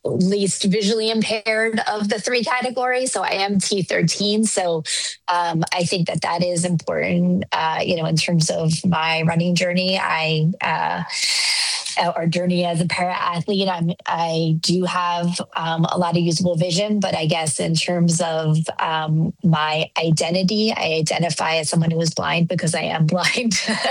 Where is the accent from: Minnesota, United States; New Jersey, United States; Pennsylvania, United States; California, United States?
Pennsylvania, United States; Philadelphia; also born or lived in Washington, D.C. / New York; I'm originally from Philly. And I grew up there in the surrounding suburbs and went to high school in Central Bucks, so outside of Philly.